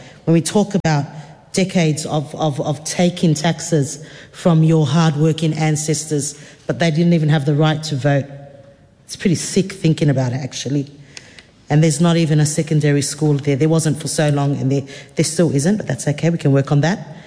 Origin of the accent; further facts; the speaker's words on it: Australia; moved away as an adult; now in New Zealand; I was born and raised in Australia, a Lebanese wahine from Australia